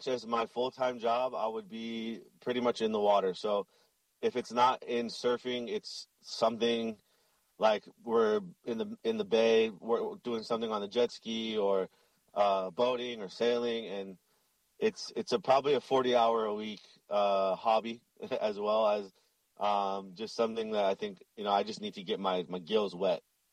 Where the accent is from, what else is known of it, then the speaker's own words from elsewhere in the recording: Makaha, Hawaii, United States; Growing up in Makaha and seeing these guys use literally anything to surf